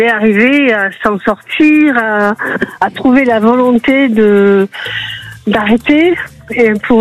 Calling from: Gaillac, Occitanie, France; du côté de Gaillac.

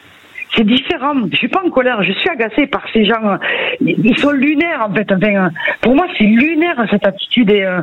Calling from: France

